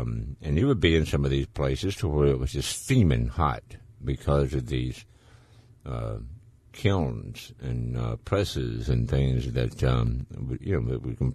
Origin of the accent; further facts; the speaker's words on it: Laurel, Mississippi, United States; my hometown of Laurel, Mississippi